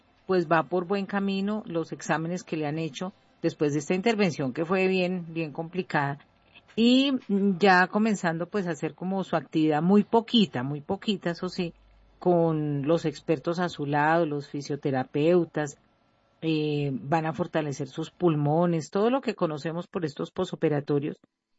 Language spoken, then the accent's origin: Spanish; Colombia; Ahí vamos todos como colombianos y pensamos que pues eso es lo que todos quieren, ¿no?